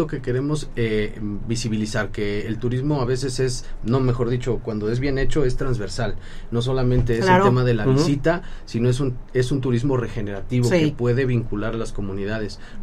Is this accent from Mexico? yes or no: yes; Ajalpan, Puebla, Mexico; yo soy ciudadano de Ajalpan